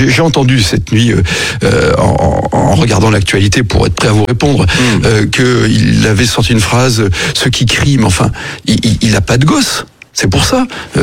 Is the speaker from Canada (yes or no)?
no; France; Nous allons payer tous, en tant que Français